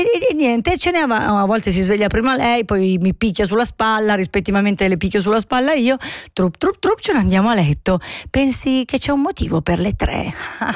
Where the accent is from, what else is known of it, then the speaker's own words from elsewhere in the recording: Calabria, Italy; Io sono calabrese, vorrei mica trattarle male le donne.